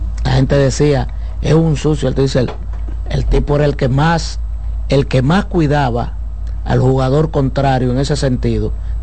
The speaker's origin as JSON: {"language": "Spanish", "town": "Santo Domingo", "region": "Distrito Nacional", "country": "Dominican Republic", "tie": "born there", "said": "yo, que nací en Villa Juana, fanático mauriciano de toda la vida."}